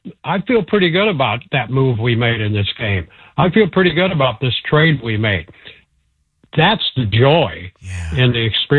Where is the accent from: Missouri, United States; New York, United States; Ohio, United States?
Missouri, United States; St. Louis; I grew up in St. Louis.